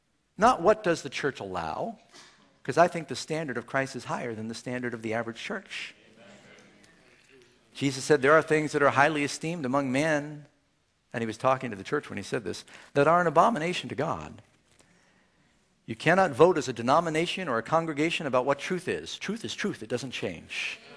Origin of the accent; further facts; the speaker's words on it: New York City, New York, United States; John and I grew up in New York City.